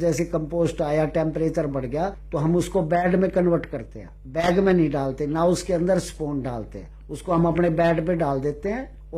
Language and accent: Hindi; Delhi, India; हाँ जी, मैं दिल्ली का रहने वाला हूँ तो यहाँ मैं बना नहीं सकता